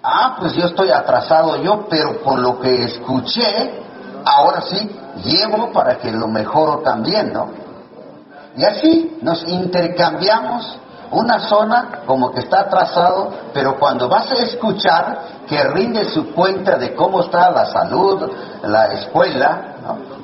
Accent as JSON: {"language": "Spanish", "region": "Chiapas", "country": "Mexico", "said": "aquí somos Celtal, Xochilto, Laval, Chol, Soque, Mame"}